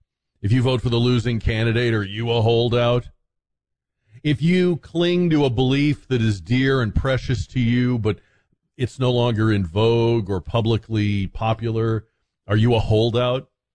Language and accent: English; Boston, Massachusetts, United States; moved away; When I was growing up in Boston